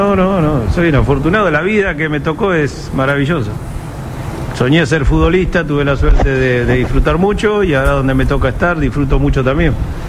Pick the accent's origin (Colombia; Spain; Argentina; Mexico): Argentina